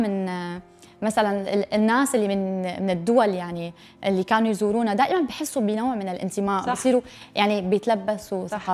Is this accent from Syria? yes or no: yes; Syria; وأكيد نحن كمان كسوريين أكيد واجبنا نحن نغير أو نعرض الوجه الآخر لسوريا والوجه الحقيقي والحلو.